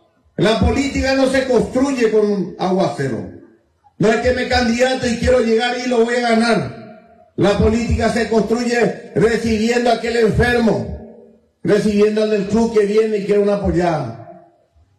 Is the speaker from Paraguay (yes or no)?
yes; Carapeguá, Paraguarí, Paraguay; Hemos perdido nuestra identidad como carapegüeños